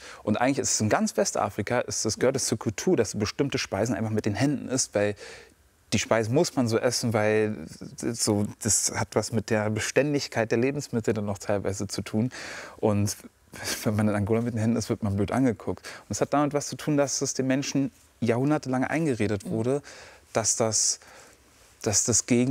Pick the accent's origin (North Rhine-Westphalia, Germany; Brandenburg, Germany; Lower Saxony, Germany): Brandenburg, Germany